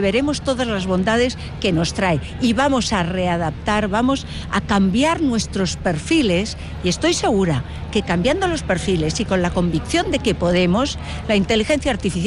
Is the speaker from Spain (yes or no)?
yes; Spain; porque además de españoles, somos europeos, somos iberoamericanos. Yo me siento súper privilegiada de la gran región a la que pertenezco.